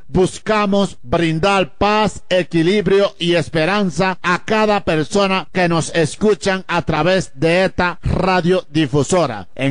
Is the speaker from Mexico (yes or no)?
yes; Ixtapan de la Sal, State of Mexico, Mexico; Regresé a mi pueblo acá en Iztapan de la Sal.